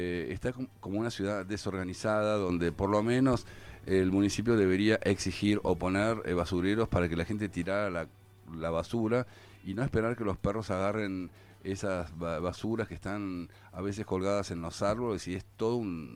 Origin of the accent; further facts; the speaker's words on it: Argentina; Somos argentinos que vivimos en esta ciudad